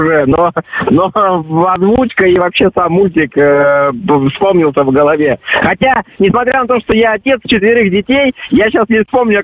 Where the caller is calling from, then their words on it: Kemerovo Oblast, Russia; Я дозвонился из Кемеровской области, Кузбасса, Сибирь.